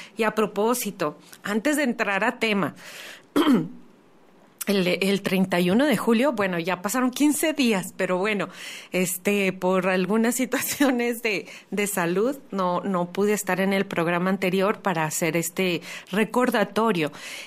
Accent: Mexico; la conversión de cada uno de nosotros como mexicanos

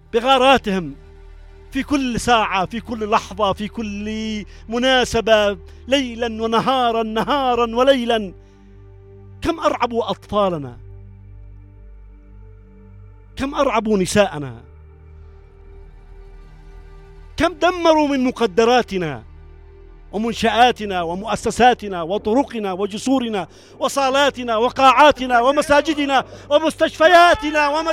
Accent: Yemen; انا كمواطن يمني

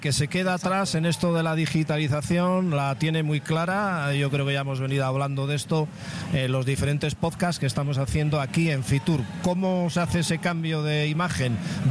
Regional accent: San Sebastián, Basque Country, Spain; Yo que vengo encima del norte de San Sebastián

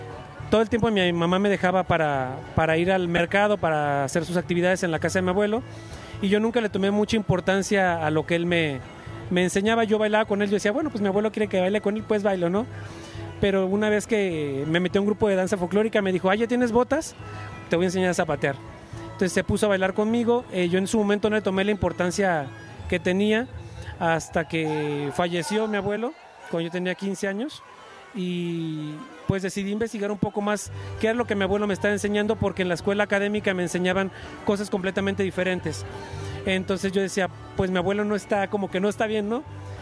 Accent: Jocotepec, Jalisco, Mexico; now in Guadalajara, Mexico; soy de Jocotepec, Jalisco, pero radico en Guadalajara.

